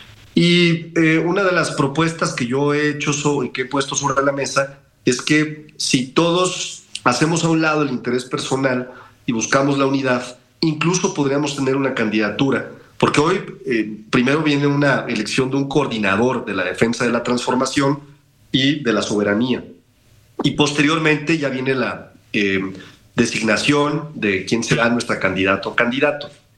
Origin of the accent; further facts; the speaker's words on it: Aguascalientes, Mexico; now in Mexico City, Mexico; Entonces, y ahora que llegué aquí a la Ciudad de México, también, no creas, los adversarios acá decían, es que es de Aguascalientes, ¿no?